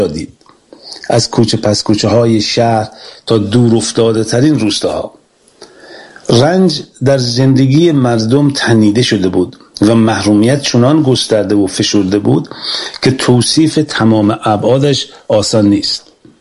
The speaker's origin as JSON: {"language": "Persian", "country": "Iran", "tie": "born there", "said": "زادگاه من شهر سمیدوم، شهری که در آن نابرابری و بی‌عدالتی نه مفهومی انتزاعی بلکه بخشی عریان و روزمره از زندگی مردم بوده و هست."}